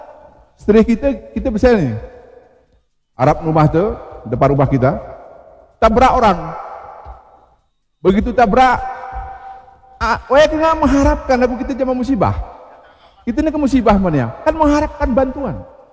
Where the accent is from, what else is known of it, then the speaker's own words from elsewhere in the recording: Aceh, Indonesia; kita di benar meriah ini